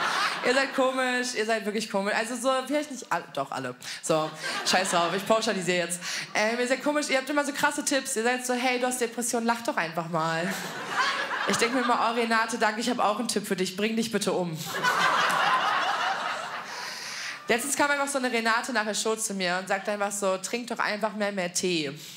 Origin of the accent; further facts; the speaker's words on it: Berlin, Germany; ich komme offensichtlich aus Berlin